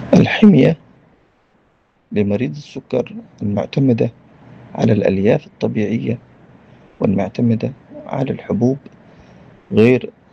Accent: Yemen

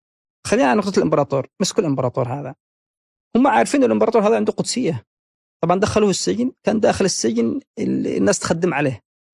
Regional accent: Yemen; إحنا عندنا في اليمن

